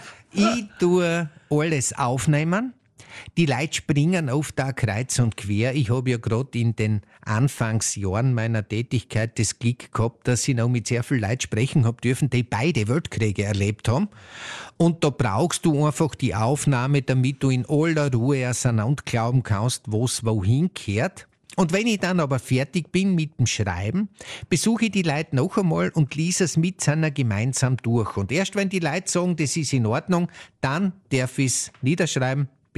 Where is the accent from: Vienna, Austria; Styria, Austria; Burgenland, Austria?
Styria, Austria; Heimschuh; Ich komme aus Heimschuh